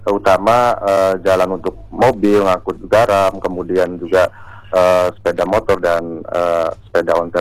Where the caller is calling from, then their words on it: West Java, Indonesia; saya mewakili warga Rawa Urip, khususnya petani di desa Rawa Urip, Kecamatan Pangeran, Kabupaten Cirebon